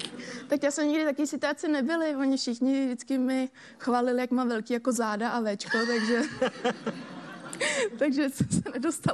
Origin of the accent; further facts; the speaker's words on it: Děčín, Ústí nad Labem Region, Czechia; A ještě jsem vlastně z Děčína, z malého městečka, že jo